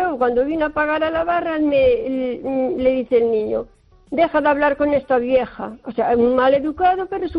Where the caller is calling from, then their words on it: O Carballiño, Galicia, Spain; de Carballiño.